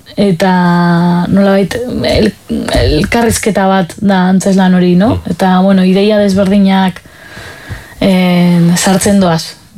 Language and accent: Basque; Zumaia, Basque Country, Spain; ni Zumaiarra naiz